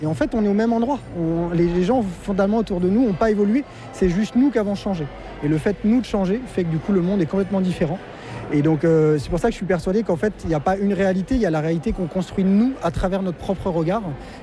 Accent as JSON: {"language": "French", "region": "Auvergne-Rhône-Alpes", "country": "France", "said": "on est très ancré nous chez nous en Savoie"}